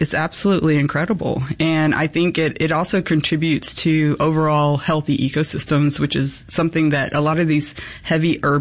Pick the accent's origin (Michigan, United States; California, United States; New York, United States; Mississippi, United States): Mississippi, United States; Potts Camp; Well, I'm from Potts Camp, Mississippi, which some people may be familiar with. It's pretty small, northern, very far away from the ocean location.